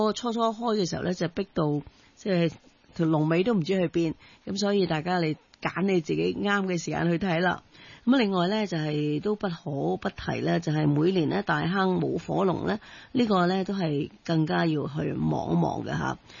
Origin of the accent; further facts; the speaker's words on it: China; 所以中秋节咧，我哋中国人都好重视